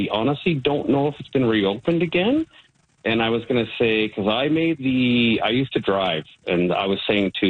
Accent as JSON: {"language": "English", "area": "Ottawa Valley", "region": "Ontario", "country": "Canada", "tie": "born or raised there", "also_born_or_lived": "New Brunswick", "moved": "yes", "lives_now": "Kitchener, Canada", "said": "I grew up in the Ottawa Valley, so Highway 7 through Perth."}